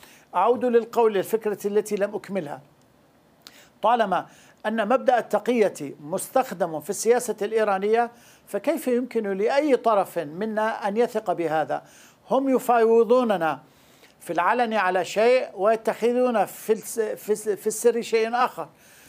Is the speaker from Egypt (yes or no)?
no; Syria; فنحن جاهزون كسوريين